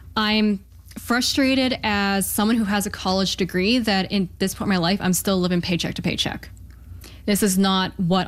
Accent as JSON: {"language": "English", "country": "Canada", "said": "I feel like that goes against a core value of being Canadian. We're so diverse, so why can't we also be diverse in how we feel and voicing our opinions?"}